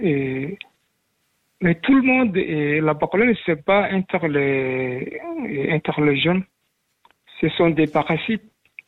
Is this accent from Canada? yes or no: no; Somalia; moved away; Moi, quand j'étais petit en Somalie